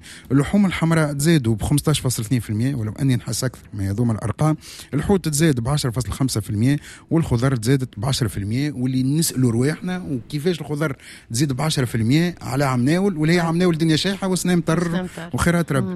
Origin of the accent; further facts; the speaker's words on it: Tunisia; عندنا في تونس